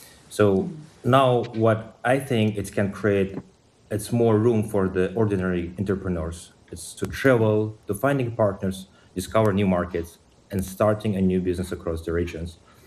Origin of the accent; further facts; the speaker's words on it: Almaty, Kazakhstan; my hometown in Almaty